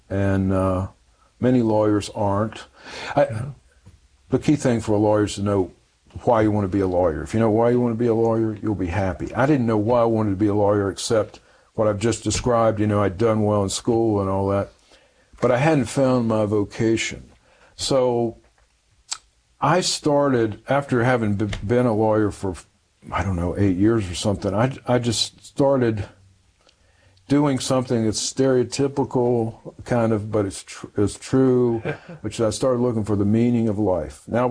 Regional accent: the South, United States; You know, I grew up in the South.

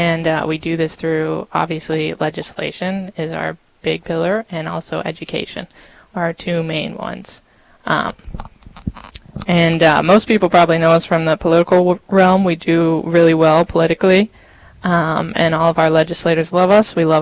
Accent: Colorado, United States; moved away as an adult; now in North Dakota, United States; I'm from Colorado.

